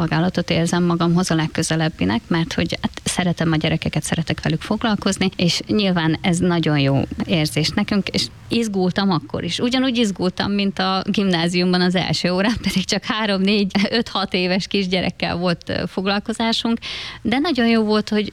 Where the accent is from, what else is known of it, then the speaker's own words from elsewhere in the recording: Zakarpattia Oblast, Ukraine; moved away as an adult; now in Balassagyarmat, Hungary; Mi Kárpátaljáról származunk. 2022. február 24-én jöttünk át a határon.